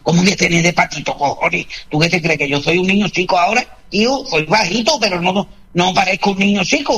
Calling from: Jerez de la Frontera, Andalusia, Spain; chicharrones de aquí de Jerez

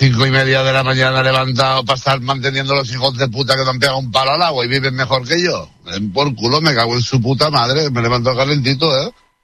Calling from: Riba-roja de Túria, Valencian Community, Spain; Hoy en Ribarroja, hoy cerca de casita.

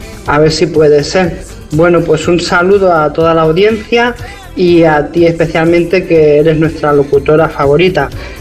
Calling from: Gavà, Catalonia, Spain; Hola, María Jesús. … de Gavà, Barcelona.

